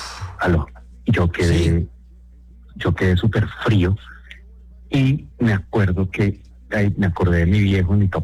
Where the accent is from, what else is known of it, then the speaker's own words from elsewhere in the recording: Colombia; Yo como buen colombiano, buenos días, buenas tardes, Dios me lo bendiga.